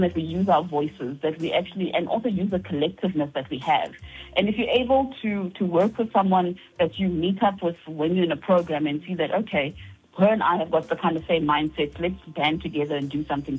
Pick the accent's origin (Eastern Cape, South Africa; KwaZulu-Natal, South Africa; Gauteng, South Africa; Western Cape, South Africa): Eastern Cape, South Africa; Butterworth; born there; moved away; I was born in Butterworth Hospital.